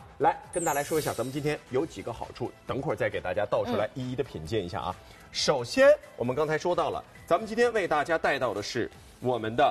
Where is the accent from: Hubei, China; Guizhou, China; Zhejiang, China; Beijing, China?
Zhejiang, China; Hangzhou; now in Shanghai, China; 作为一个浙江人，我是杭州人，从小喝着这个黄酒长大的，